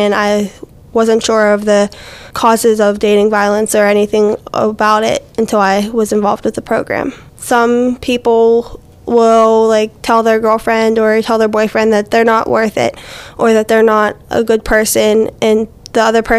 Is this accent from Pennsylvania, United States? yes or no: yes; South Allegheny, Pennsylvania, United States; I'm 16 from South Allegheny.